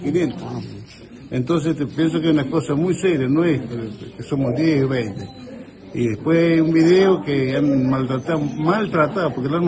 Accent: San Juan, Argentina; Yo soy sanjuanino y allá no hay

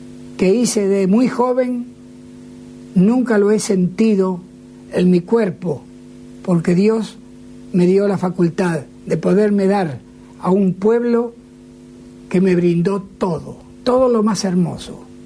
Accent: Argentina; pude conocer otros países tan hermosos como este, pero no tan querido para mí como mi Argentina.

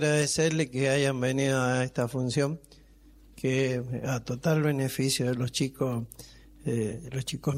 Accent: Mendoza, Argentina; Yo soy mendocino y estoy acá a pedido de la gente.

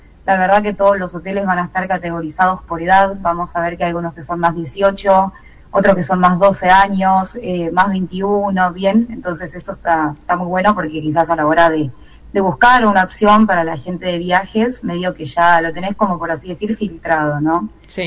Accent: Argentina; Por suerte los argentinos no necesitamos visa.

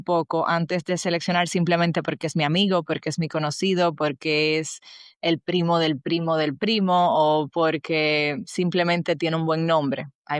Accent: Dominican Republic; tanto en mi país, República Dominicana

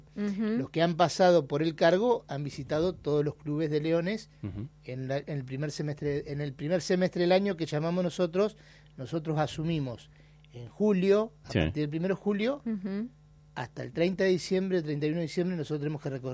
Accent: Puan, Buenos Aires Province, Argentina; yo soy de Puan, en la provincia de Buenos Aires.

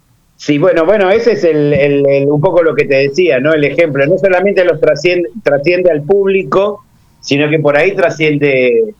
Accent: Buenos Aires, Argentina; Yo soy de Capital, ajá. Sí, soy de Capital.

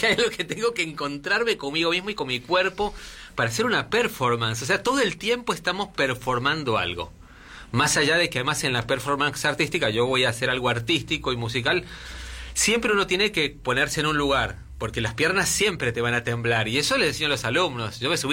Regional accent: Peru; también fue toda una búsqueda en mí encontrarme como peruano tocando tango.

